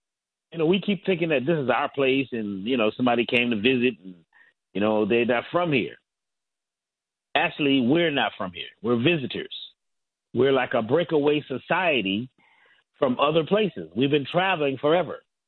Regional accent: Connecticut, United States; Well, I grew up in Connecticut, which when I grew up, it was a UFO or sightings hotspot.

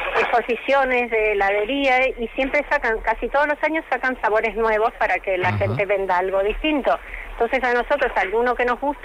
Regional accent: Argentina; now in Spain; En Argentina nacemos con más cosas

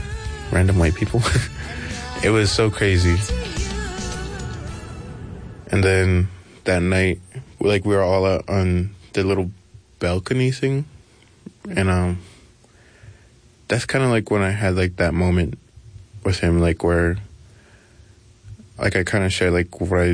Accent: Browning, Montana, United States; now in Missoula, United States; I'm Blackfeet from Browning, Montana. I'm from the Blackfeet Reds and I reside here in Missoula.

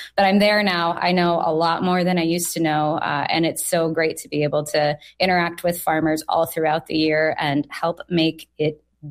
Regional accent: United States; So I did not grow up on a farm. I grew up in the Quad Cities

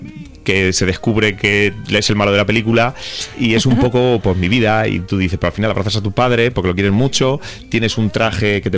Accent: Elda, Valencian Community, Spain; Yo recuerdo ver esta peli, yo soy de Elda, de Alicante, con mi padre en el cine Cervantes.

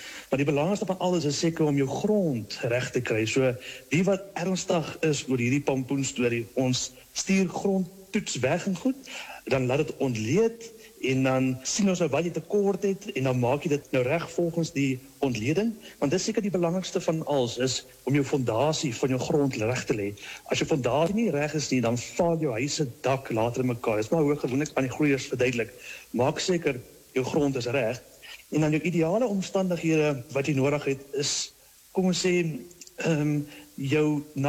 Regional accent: Meyerton, Gauteng, South Africa; Ek is afkomstig van Meyerton hier in die Midvaal omgeving Gauteng area, ja.

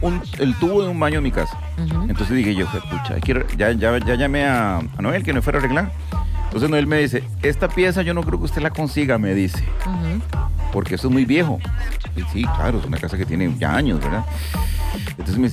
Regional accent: Moravia, San José, Costa Rica; yo soy de Moravia

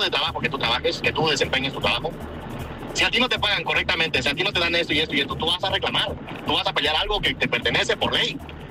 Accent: Mexico; uno como mexicano

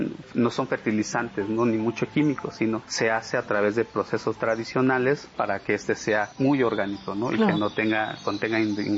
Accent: Tanetze de Zaragoza, Oaxaca, Mexico

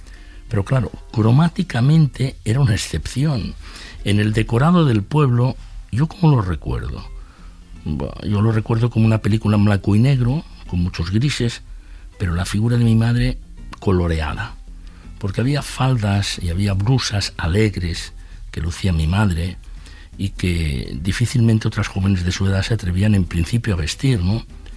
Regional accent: Camporrells, Aragon, Spain; era como una actriz real en color en aquella película en blanco y negro que se rodaba cada día en mi pueblo, en Camporrell.

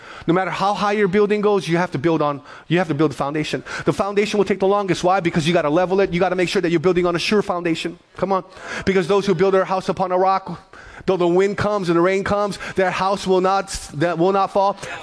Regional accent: Hawaii, United States; Like, I'm from the Big Island. I go home every once in a while, and I will drive by my old high school

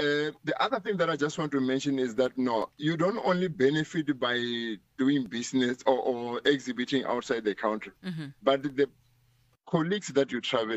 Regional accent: South Africa; now I can say that, now as a South African, a lot is being done

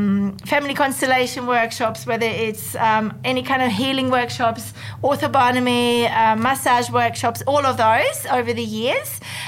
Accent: Germany; accent: German; moved away as an adult; now in Alice Springs, Australia; I've been here for 26 years. I'm from Germany myself.

